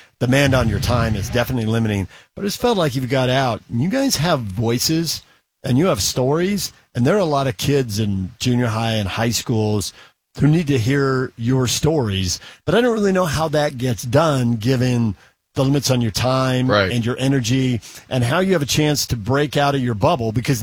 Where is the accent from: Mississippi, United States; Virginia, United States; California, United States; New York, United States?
California, United States; I grew up in California, and one thing I've not been able to adjust.